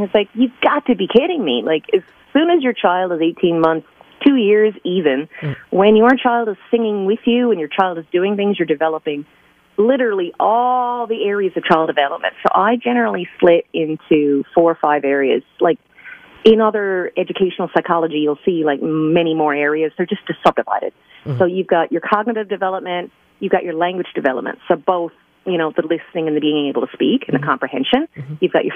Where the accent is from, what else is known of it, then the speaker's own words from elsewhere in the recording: Newfoundland and Labrador, Canada; So when I was growing up in Newfoundland doing my undergrad, Ken Knowles was teaching the jazz arranging course